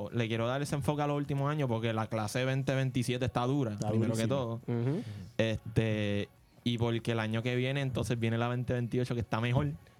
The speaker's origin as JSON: {"language": "Spanish", "town": "Vega Alta", "country": "Puerto Rico", "tie": "born or raised there", "said": "Yo quiero devolverle a mi pueblo. se va a hacer en Vega Alta"}